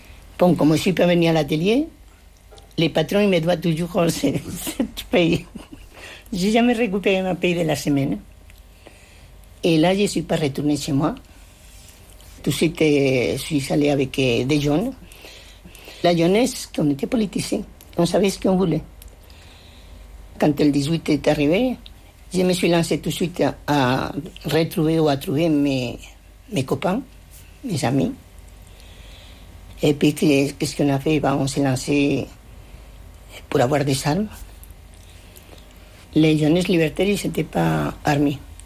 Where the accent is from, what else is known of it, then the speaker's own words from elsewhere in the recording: Madrid, Community of Madrid, Spain; French is a second language; moved away as an adult; now in Paris suburbs, France; Je suis née à Madrid, dans une famille de 11 enfants. C'est moi l'aîné. Moi, je continue à dire que c'était des familles des immigrés espagnols, puisque mes parents, ils venaient d'une région